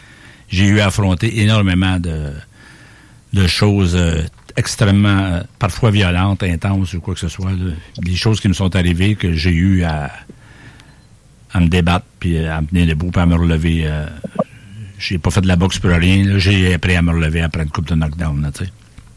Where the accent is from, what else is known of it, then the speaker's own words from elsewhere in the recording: Sherrington, Quebec, Canada; Quand j'étais jeune, je vivais à Sherrington, ouais. Dans le Racontant, un petit rang perdu, là, où, c'est quasiment un village